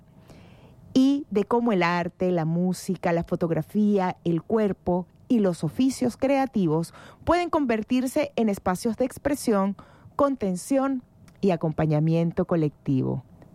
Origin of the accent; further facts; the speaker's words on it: Venezuela; en Venezuela tenemos una relación muy particular con ella.